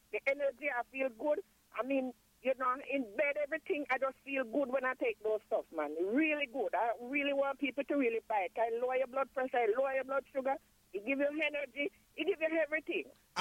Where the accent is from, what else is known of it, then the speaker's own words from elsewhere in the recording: Jamaica; moved away; Since I have him, I'm hypertension from Jamaica. Since I come, and then I'm here, I'm still taking blood pressure pills.